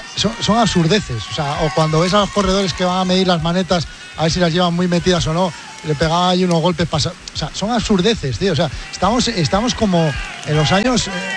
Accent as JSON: {"language": "Spanish", "region": "Asturias", "country": "Spain", "tie": "born or raised there"}